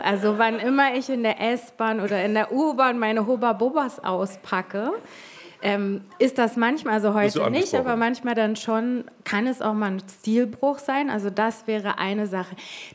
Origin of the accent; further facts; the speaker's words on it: Hamburg, Germany; Ich bin nicht Sylterin, ich bin Hamburgerin.